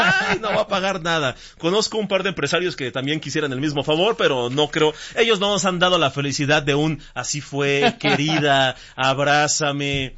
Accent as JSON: {"language": "Spanish", "region": "Michoacán", "country": "Mexico", "said": "como buen michoacano que soy..."}